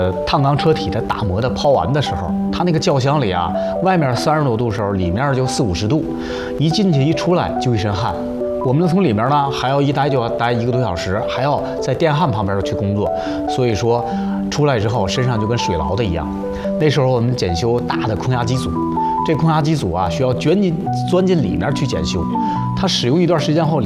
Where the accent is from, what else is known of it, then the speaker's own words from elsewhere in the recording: China; 这是我们中国人设计制造的中国第一辆客车